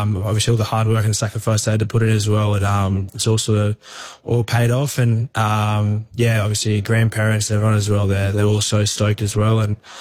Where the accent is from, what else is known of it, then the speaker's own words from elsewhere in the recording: Queensland, Australia; being a Queenslander, watching him over the number of years is someone that you've always sort of looked up to.